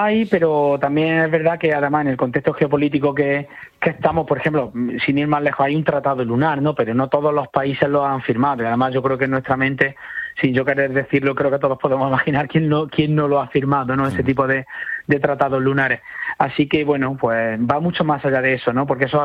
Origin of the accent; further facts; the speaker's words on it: Jaén, Andalusia, Spain; yo en concreto que soy de Jaén